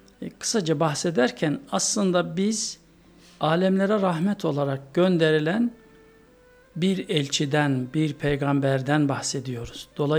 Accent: Çekerek, Yozgat, Turkey; moved away as an adult; now in Ankara, Turkey; 1968 yılında Yozgat'ın Çeker ilçesine bağlı Karakaya köyünde doğdum. İlkokulu köyümde tamamladım. Çekerek İmam Hatip Lisesi'nde ortaokul ve liseyi tamamladım.

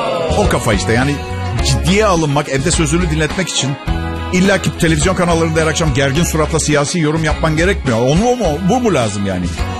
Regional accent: Istanbul, Turkey; moved away as an adult; now in Bodrum, Turkey; Ben doğma büyüme İstanbul çocuğuyum aslında ama son 5 senedir hayatımı tamamen Bodrum'da sürdürüyorum. Yayınlarım da buradan.

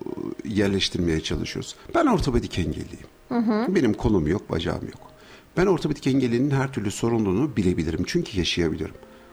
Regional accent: Ankara, Turkey; born there; Ben 1970 Ankara doğumluyum. Yani 55 yaşındayım.

